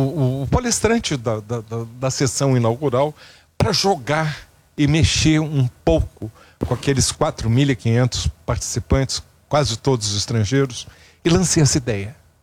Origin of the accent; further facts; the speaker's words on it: Rio de Janeiro, Brazil; born there; um bairro onde eu nasci, que é o mais envelhecido da América Latina, Copacabana.